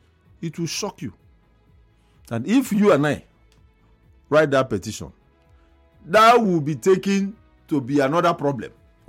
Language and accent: English; Nigeria